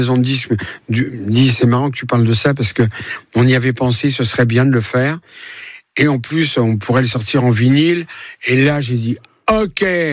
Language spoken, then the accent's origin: French; Guadeloupe; C'était une reconnaissance, par exemple, pour mon pays d'origine, mon île d'origine, la Guadeloupe.